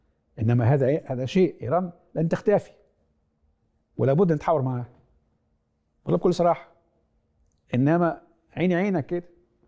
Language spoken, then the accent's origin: Arabic; Egypt; انا مصري طبعا النخاع